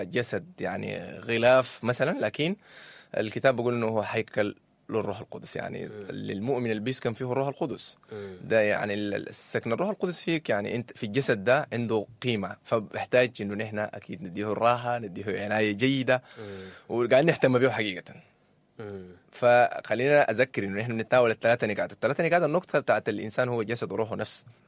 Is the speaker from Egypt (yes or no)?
no; Sudan; أنا سوداني